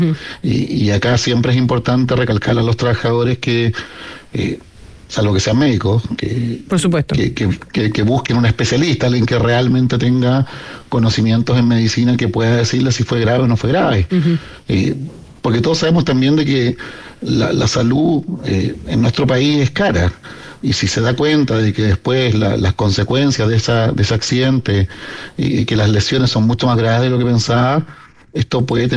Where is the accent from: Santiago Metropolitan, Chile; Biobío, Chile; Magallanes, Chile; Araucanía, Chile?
Magallanes, Chile; Punta Arenas; Yo soy de Punta Arenas.